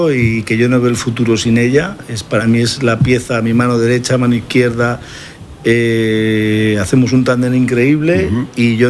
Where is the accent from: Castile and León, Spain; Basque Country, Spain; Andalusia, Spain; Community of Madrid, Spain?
Community of Madrid, Spain; Madrid; now in Benicarló, Spain; Aunque soy de Madrid, desde que tengo 8 añitos, tenemos casa en Benicarló, hemos veraneado siempre en Benicarló